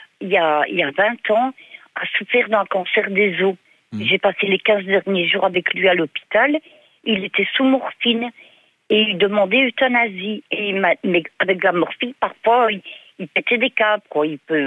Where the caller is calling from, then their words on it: Belgium; Je suis belge, convertie à l'islam depuis presque 40 ans.